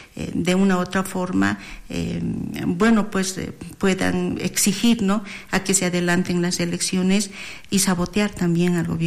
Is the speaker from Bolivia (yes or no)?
yes; Bolivia; nosotros estamos sumidos como bolivianos.